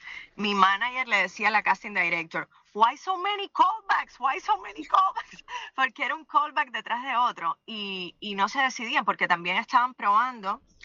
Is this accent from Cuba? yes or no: yes; Cuba